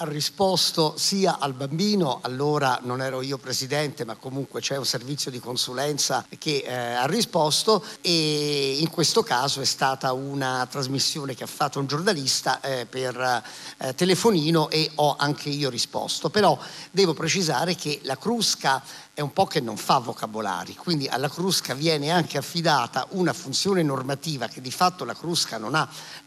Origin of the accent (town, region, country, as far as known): Rome, Lazio, Italy